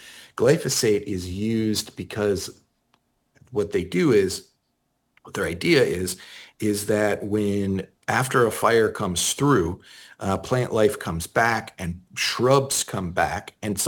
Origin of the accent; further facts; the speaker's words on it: Colorado, United States; now in San Francisco, United States; Cause I grew up in Colorado